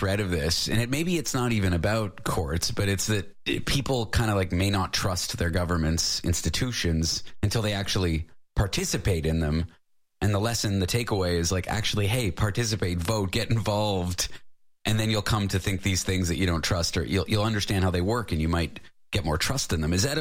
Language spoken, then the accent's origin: English; Canada; now in United States; I just got U.S. citizenship. I'm a Canadian, and I'm going to register to vote soon.